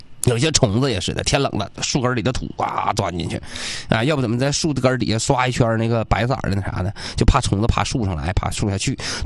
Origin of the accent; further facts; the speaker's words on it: Changchun, Jilin, China; 我们长春算是一个三线省会城市